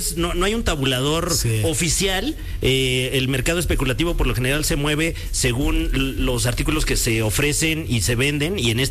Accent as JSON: {"language": "Spanish", "country": "Mexico", "said": "Algunos otros álbumes también de gran envergadura en estos años son Italia 90, que a nosotros como mexicanos, pues la verdad que..."}